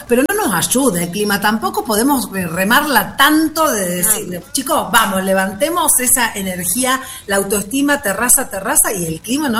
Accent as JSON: {"language": "Spanish", "country": "Argentina"}